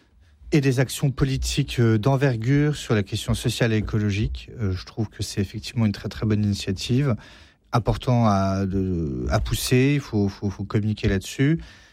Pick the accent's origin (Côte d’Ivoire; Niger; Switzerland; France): France; Et donc, moi, je crois, en tant que Français, effectivement, que quand on paye ses impôts en France